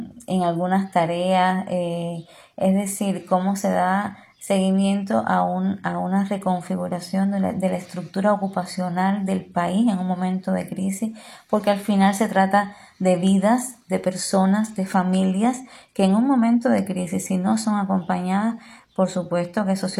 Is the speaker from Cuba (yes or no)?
yes; Cuba; somos conscientes las cubanas y los cubanos